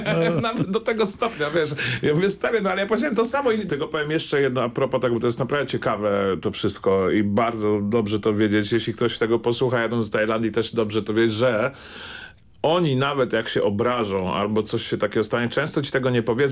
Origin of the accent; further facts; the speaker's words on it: Warsaw, Masovian Voivodeship, Poland; moved away; jestem warszawiakiem